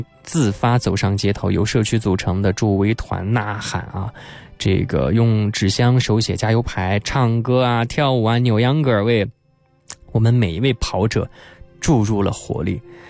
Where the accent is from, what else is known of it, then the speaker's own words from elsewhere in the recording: Yan'an, Shaanxi, China; 我们延安人